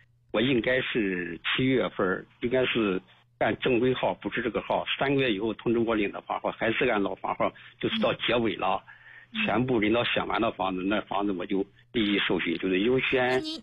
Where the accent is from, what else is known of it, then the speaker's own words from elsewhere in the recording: Xuzhou, Jiangsu, China; now in Xinjiang, China; 因为我在新疆做生意，不在咱们徐州老家当地。